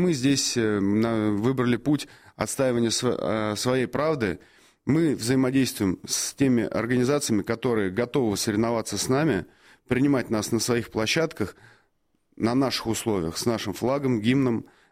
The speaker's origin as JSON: {"language": "Russian", "country": "Russia", "said": "мы из России"}